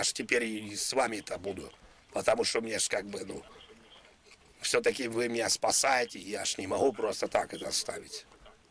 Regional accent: Moscow, Russia; Я москвич коренной, я не замкат, все нормально. Я москвич коренной. Я живу напротив башни Останкино.

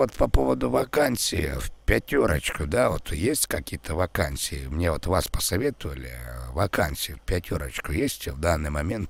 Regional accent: Donbas, Ukraine; now in Germany; Ну, я душою с Донбасса, я там вырос, а потом переехал в Германию.

